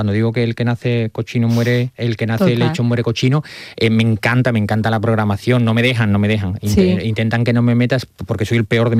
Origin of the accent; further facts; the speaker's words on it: Huelva, Andalusia, Spain; moved away; yo he hecho un recorrido personal, profesional, que yo partí, yo salí de Huelva siendo pedraza